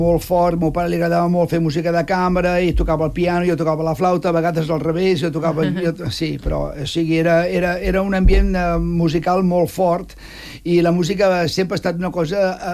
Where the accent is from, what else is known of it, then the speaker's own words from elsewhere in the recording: Catalonia, Spain; Però això és un deure moral com a català.